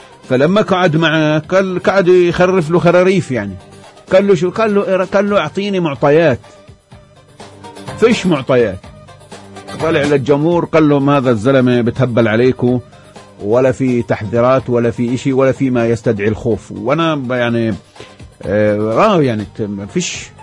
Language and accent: Arabic; Palestine; كفلسطينيين عايشين على الديمقراطية